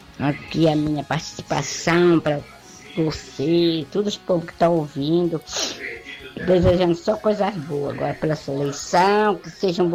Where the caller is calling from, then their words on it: Alenquer, Pará, Brazil; sou aqui da cidade de Alenquer.